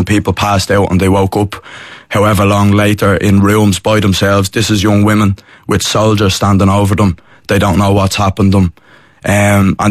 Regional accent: Ireland; For the Palestinians, but also for us as Irish people as well

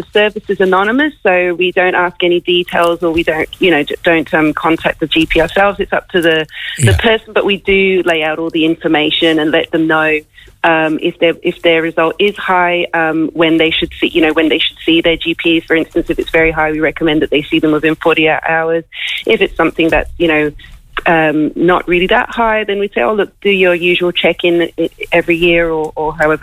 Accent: Australia; moved away; I am Australian

